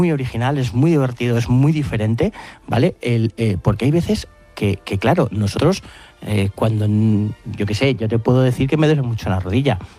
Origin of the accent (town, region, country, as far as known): Spain